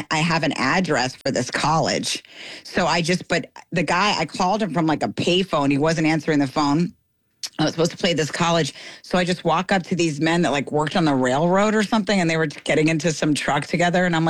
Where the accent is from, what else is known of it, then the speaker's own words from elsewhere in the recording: Maryland, United States; because I'm from Maryland